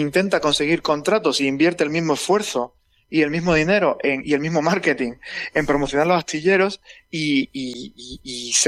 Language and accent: Spanish; Jaén, Andalusia, Spain; yo soy de Jaén